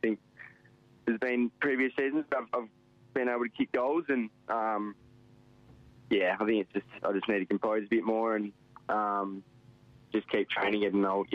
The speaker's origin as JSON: {"language": "English", "town": "Dongara", "region": "Western Australia", "country": "Australia", "said": "Yeah, so I'm from Donga Ashley, which is 40 minutes south of Geraldton."}